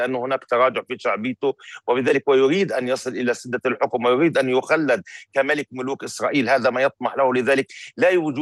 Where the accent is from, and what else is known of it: Palestine